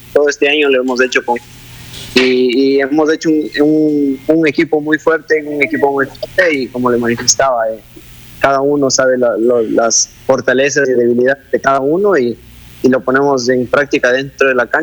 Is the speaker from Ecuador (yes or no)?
yes; Ecuador; como todo ecuatoriano soñamos en quedar en los puestos estelares